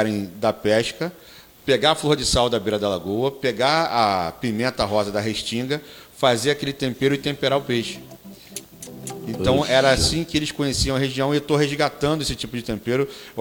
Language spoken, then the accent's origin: Portuguese; Rio de Janeiro, Brazil; Eu sou do Rio.